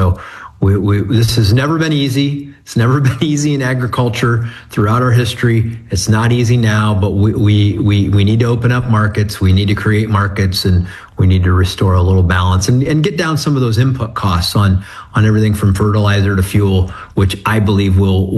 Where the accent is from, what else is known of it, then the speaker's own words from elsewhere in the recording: United States; Well, growing up in Williams County, the fair used to be very close to where my high school was, and I'd go there every day for lunch for a milkshake and a pork sandwich.